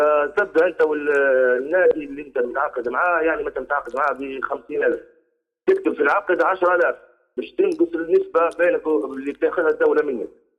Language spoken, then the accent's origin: Arabic; Tripoli, Tripoli District, Libya; أنا طبعا من طرابلس، كنت في طرابلس لكن نمشي يعني مصراتة مرة بعد شهر مرة شهرين